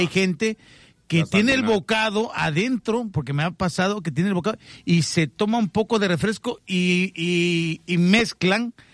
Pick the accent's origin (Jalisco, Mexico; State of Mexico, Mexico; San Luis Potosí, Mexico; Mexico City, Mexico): San Luis Potosí, Mexico; Yo soy de San Luis Potosí.